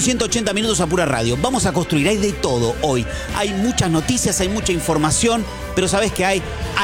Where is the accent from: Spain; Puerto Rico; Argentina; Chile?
Argentina; que somos argentinos nosotros